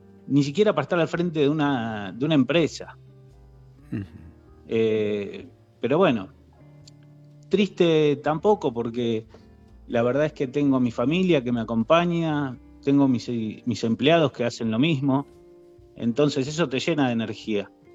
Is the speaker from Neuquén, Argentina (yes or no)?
no; Buenos Aires, Argentina; now in Santa Rosa, Argentina; nosotros nos vinimos de Buenos Aires, toda la familia a vivir acá a Santa Rosa, La Pampa.